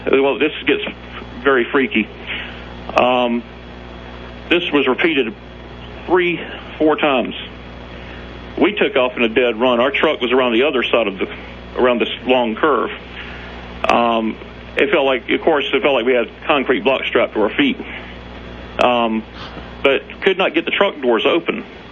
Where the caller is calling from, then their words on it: South Carolina, United States; We used to belong to one of the oldest deer hunting clubs here in South Carolina.